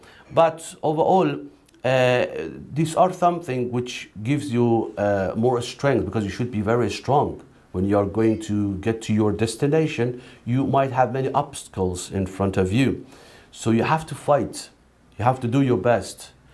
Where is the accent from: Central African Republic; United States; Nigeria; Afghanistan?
Afghanistan; English is a second language; also born or lived in Iran; Because I was from Afghanistan and I was in Iran, and I was reciting in front of people from Iran.